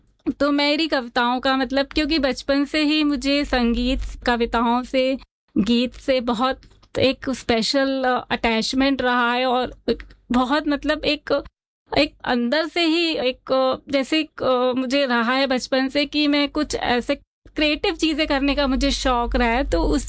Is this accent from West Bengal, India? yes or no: no; Kanpur, Uttar Pradesh, India; और मैं basically UP Kanpur की रहने वाली हूँ.